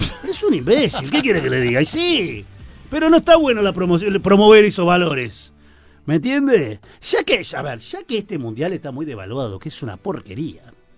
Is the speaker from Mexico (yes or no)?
no; Uruguay